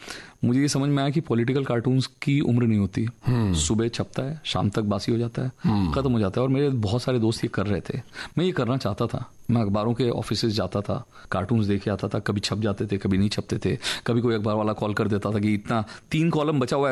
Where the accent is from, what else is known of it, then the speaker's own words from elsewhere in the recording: Athabira, Odisha, India; also born or lived in Bhilai; तब तक हम उड़ीसा शिफ्ट हो चुके थे भिलाई से, और ये बहुत छोटा सा गांव था, इसका नाम अथाबिरा है। मतलब वहाँ आप … अथाबिरा लिख के चिट्ठी डालिए, मेरे घर आ जाती थी